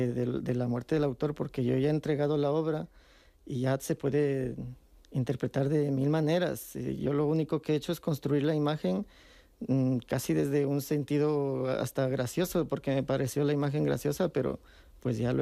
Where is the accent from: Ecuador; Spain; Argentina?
Ecuador; born there; moved away; Yo nací en Ecuador, pero ahora vivo aquí.